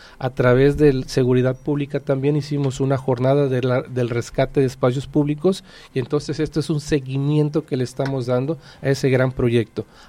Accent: Poza Rica, Veracruz, Mexico; born or raised there

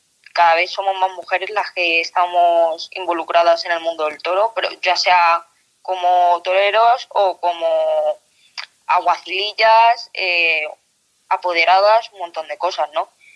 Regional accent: Madrid, Community of Madrid, Spain; como he dicho antes, soy de Madrid y bueno, la verdad es que creo que todos los madrileños nos tenemos que sentir súper orgullosos

